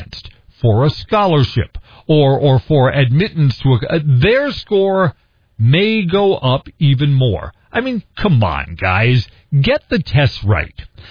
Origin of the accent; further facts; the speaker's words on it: New York City, New York, United States; I grew up in the Bronx. We don't grow a lot of potatoes in the Bronx.